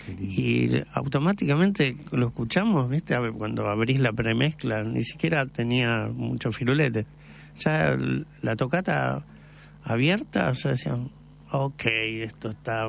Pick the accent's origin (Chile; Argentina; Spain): Argentina; La Plata, Buenos Aires Province; Yo soy platense.